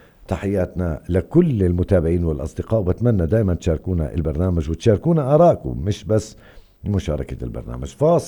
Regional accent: Palestine; عندنا في فلسطين

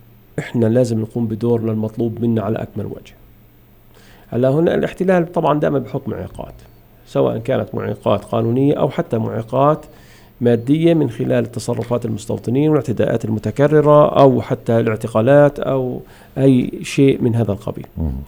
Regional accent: Palestine; احنا يعني شعب فلسطيني

